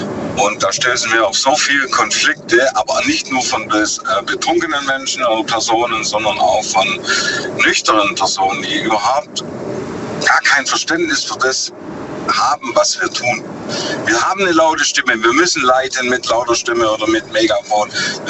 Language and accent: German; Lenningen, Baden-Württemberg, Germany; Ich bin aus Lenningen.